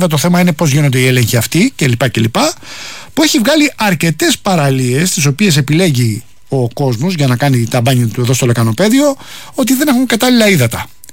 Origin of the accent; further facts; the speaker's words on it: Rafina, Attica, Greece; Το μπάνο στην πατρίδα μου στη Ραφίνα που είναι καλοκαιρινή.